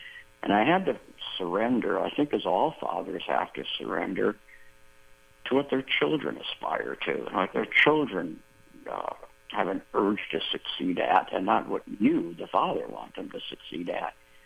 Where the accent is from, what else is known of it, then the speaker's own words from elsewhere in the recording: Minnesota, United States; now in Texas, United States; I grew up in Minnesota, and where sports were important, but they weren't king of everything. And I now live in Texas